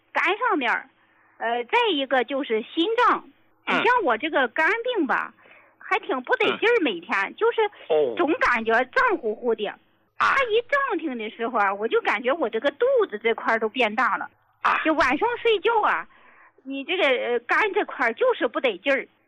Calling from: Tai'an, Shandong, China; 我是山东的，山东泰安的听众，

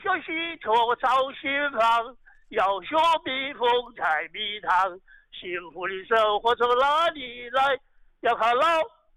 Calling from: Hubei, China; 我是本地人呐。

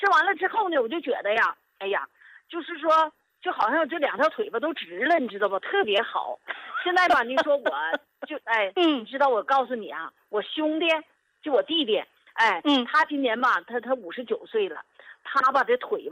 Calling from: Changchun, Jilin, China; 我家在东北啊，在长春这块儿啊。

